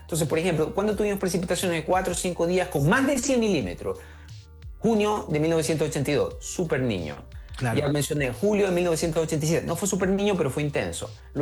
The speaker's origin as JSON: {"language": "Spanish", "town": "Guayaquil", "region": "Guayas", "country": "Ecuador", "moved": "as an adult", "said": "yo soy de Guayaquil, de Ecuador. Cuando yo vivía ahí hace largos 25 años, tú tenías 31, 32 grados. Eso era el clima de mi ciudad, Guayaquil."}